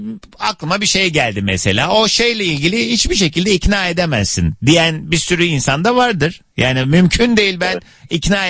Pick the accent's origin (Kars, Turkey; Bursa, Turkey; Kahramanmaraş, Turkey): Kars, Turkey; bir Karslı olarak